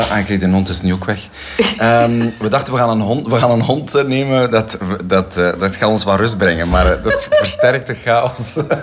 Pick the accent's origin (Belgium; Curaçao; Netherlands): Belgium; Belsele, Flanders; moved away as an adult; now in Gentbrugge, Belgium; Ja, dus ik kom van Belsele. Mijn ouders wonen daar nog altijd.